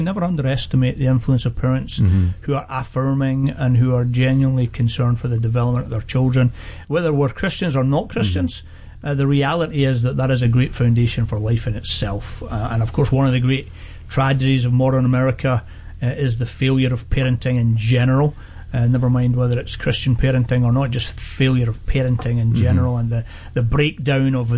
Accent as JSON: {"language": "English", "region": "Scotland", "country": "United Kingdom", "moved": "yes", "lives_now": "Sacramento, United States", "said": "my bias as a Scotsman."}